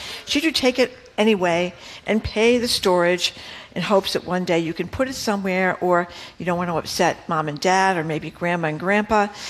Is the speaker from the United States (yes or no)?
yes; Fall River, Massachusetts, United States; born or raised there